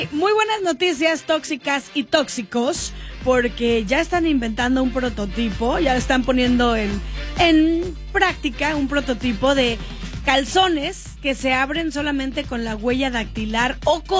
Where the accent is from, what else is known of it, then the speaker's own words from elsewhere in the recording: Mexico; Yo también.